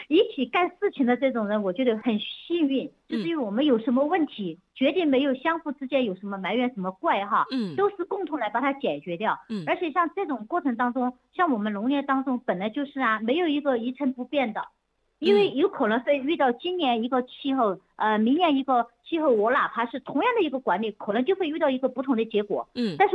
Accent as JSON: {"language": "Chinese", "region": "Chongqing", "country": "China", "said": "我们重庆这边"}